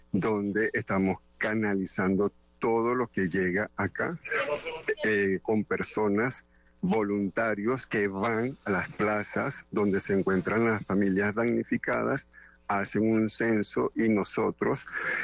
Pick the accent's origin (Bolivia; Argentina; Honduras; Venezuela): Venezuela; nosotros como pueblo venezolano